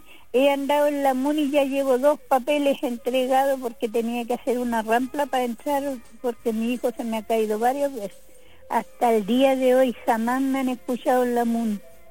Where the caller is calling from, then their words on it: Lota, Biobío, Chile; De aquí de Cousiño.